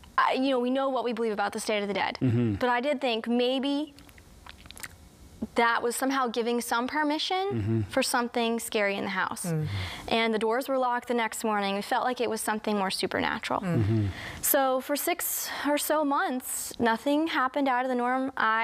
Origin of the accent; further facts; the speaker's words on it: New England, United States; now in Alabama, United States; And I, you know, I came from New England where you'd hear that sliding off of the metal roof.